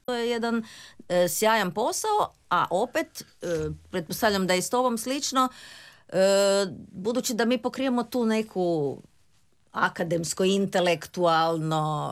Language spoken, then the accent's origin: Croatian; Zagreb, City of Zagreb, Croatia; Ja sam rođena u Zagrebu, tu sam završila gimnaziju, filozofski fakultet, komparativnu književnost i filozofiju